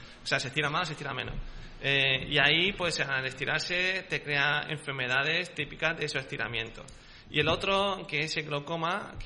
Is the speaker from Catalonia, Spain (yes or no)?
no; Villena, Valencian Community, Spain; Y para mí Villena es prácticamente mi tierra, o sea, es igual que para vosotros a lo mejor...